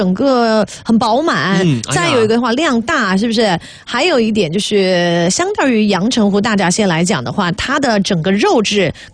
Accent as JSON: {"language": "Chinese", "region": "Sichuan", "country": "China", "said": "这对我们四川人来讲无辣不欢嘛"}